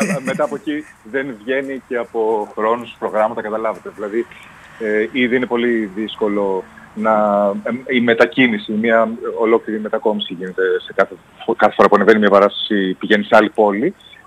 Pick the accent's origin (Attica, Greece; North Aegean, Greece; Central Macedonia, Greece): Central Macedonia, Greece; Thessaloniki; Όταν είμαι εδώ, στη Θεσσαλονίκη, στην πόλη μου, και βγαίνω από το θέατρο